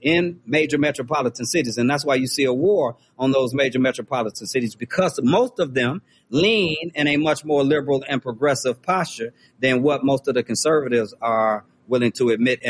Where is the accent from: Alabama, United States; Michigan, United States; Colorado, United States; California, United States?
Michigan, United States; Benton Harbor; now in Memphis, United States; my hometown, which has been Harbor, Michigan. So I'm very familiar. I'm very familiar with the area. My family is still in Benton Harbor right now.